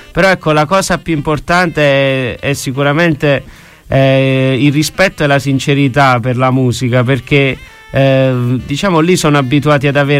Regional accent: Molise, Italy; also born or lived in Boston, United States; now in Rome, Italy; Geograficamente vengo dal Molise, la regione cosiddetta che non esiste, ma in realtà esiste.

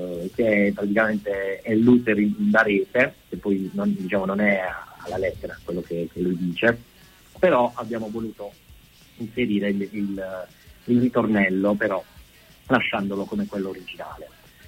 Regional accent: Mola di Bari, Apulia, Italy; nel mio paese di Mola

